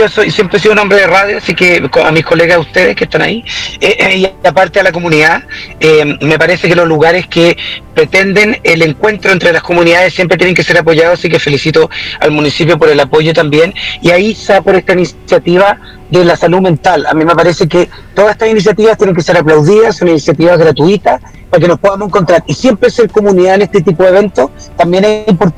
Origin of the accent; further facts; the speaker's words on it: Constitución, Maule, Chile; que soy nacido y criado en Constitución, en la región del Maule